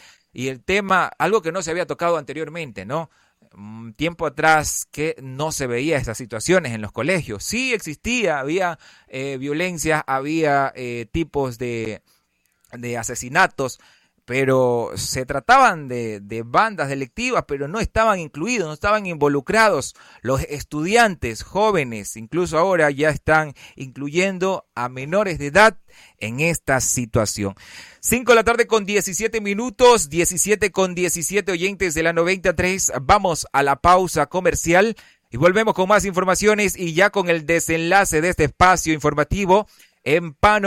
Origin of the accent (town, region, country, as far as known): Ecuador